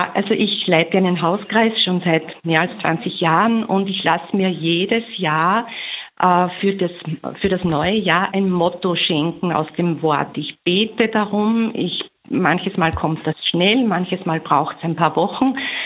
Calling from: Styria, Austria; Ja, grüß Gott, ich komme aus der Steiermark

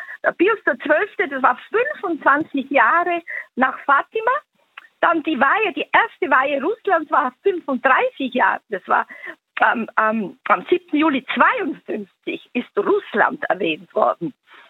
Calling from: Innsbruck, Tyrol, Austria; Aus Innsbruck, aus Innsbruck.

